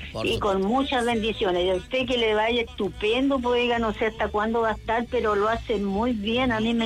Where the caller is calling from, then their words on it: Chile; Del Parrón.